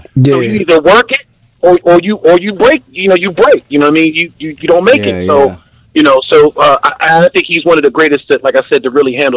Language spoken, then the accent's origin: English; New York City, New York, United States; I'm originally from New York City. Everybody knows